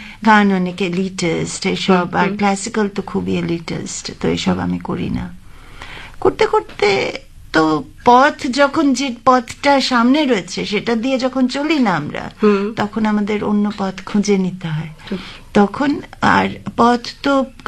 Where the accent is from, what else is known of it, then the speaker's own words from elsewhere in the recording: Shillong, Meghalaya, India; আমি শিলংয়ে বড় হয়েছি